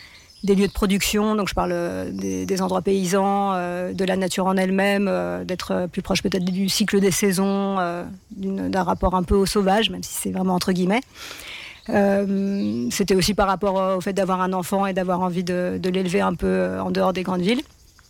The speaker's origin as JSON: {"language": "French", "town": "Paris", "region": "Île-de-France", "country": "France", "said": "Quand moi, je venais quand même de Paris, donc en termes de fréquentation et de relations que j'ai pu avoir, c'était autre chose."}